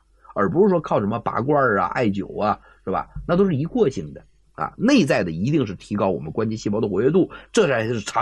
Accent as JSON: {"language": "Chinese", "country": "China", "also_born_or_lived": "United Kingdom", "said": "听说我是中国人，"}